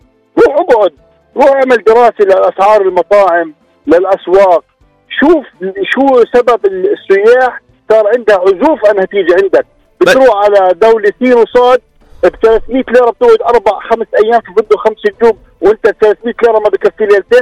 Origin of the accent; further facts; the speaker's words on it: Jordan; دخل الفرد عندنا بالاردن